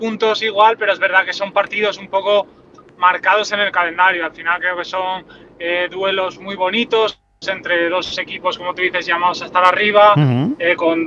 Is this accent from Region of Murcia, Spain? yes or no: no; Gijón, Asturias, Spain; para los que somos de Gijón con grato recuerdo